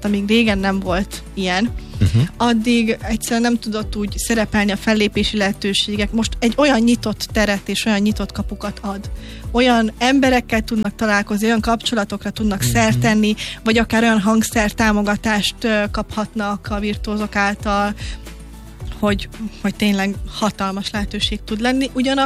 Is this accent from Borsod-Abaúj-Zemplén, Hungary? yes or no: yes; Ózd, Borsod-Abaúj-Zemplén, Hungary; hát ugye Ózd környékéről származom